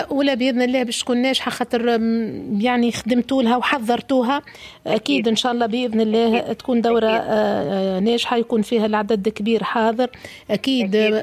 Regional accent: Hergla, Sousse Governorate, Tunisia; باش نكونوا موجودين في فضاء سياحي جميل في هرقلة من الخمسة حتى للسبعة في زاهية حومتنا،

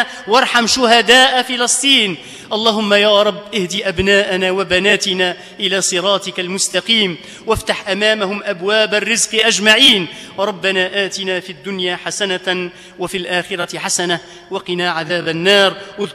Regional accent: Tunisia; ونحن عندنا في تونس

